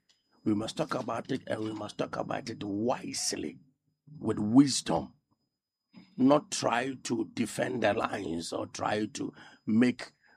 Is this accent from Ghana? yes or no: yes; Ghana; I was disappointed as a Ghanaian because it is not a local event.